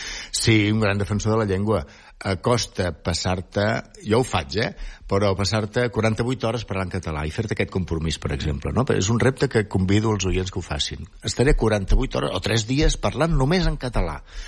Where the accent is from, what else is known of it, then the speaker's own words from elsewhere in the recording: Catalonia, Spain; com a catalans independentistes